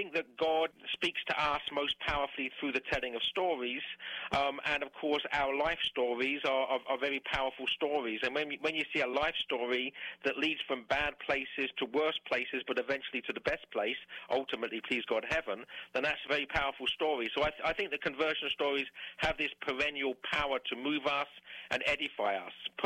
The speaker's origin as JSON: {"language": "English", "region": "England", "country": "United Kingdom", "tie": "born there", "said": "I was born in England."}